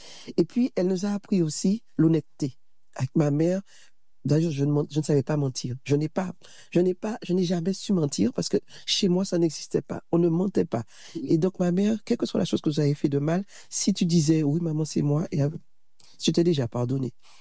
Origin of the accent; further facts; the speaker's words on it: Fort-de-France, Martinique; je suis né à Fort-de-France, en Martinique. Je suis de parents martiniquais. J'ai grandi à Fort-de-France.